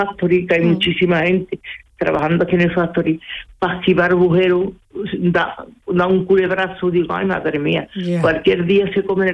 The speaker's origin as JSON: {"language": "Spanish", "town": "Cumbres Mayores", "region": "Andalusia", "country": "Spain", "said": "nosotros somos de Cumbres Mayores, nosotros traíamos las chacinas de toda la sierra"}